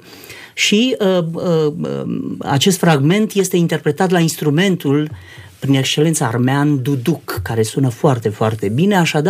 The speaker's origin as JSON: {"language": "Romanian", "country": "Romania", "said": "adică suntem ortodoxi, suntem români"}